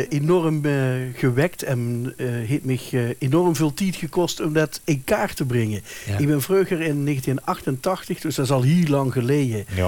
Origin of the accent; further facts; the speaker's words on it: Helden, Limburg, Netherlands; Ik kom uit Helden, Helden-Turp.